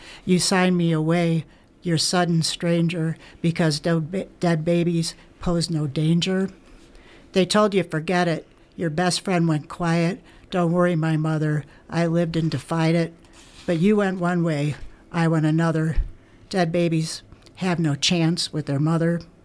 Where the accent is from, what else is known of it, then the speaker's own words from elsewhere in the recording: Canada; born there; Her mother, my grandmother, sent her to Montreal because I was born in Canada, knew it was a girl.